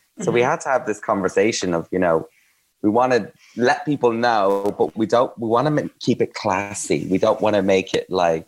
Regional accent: Ireland; I'm Irish.

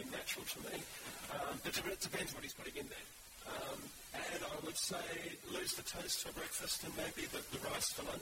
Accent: Australia; I eat emu because that's native to my country.

